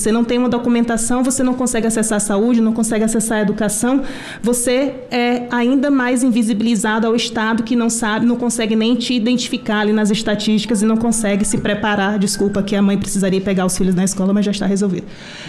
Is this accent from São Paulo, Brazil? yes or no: no; Piauí, Brazil; eu sou do Piauí também, o povo do Piauí a gente fala rápido